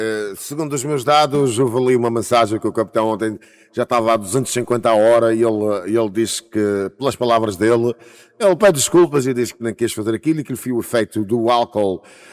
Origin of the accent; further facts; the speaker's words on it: Caniçal, Madeira, Portugal; moved away as an adult; o Caniçal, a minha terra, Caniçal, que hoje está a acabar o último dia da festa do gaiado e do atum, a festa sobre o marisco, o gaiado, as iguarias ali daquela vila piscatória de onde eu vivia até os meus 24 anos.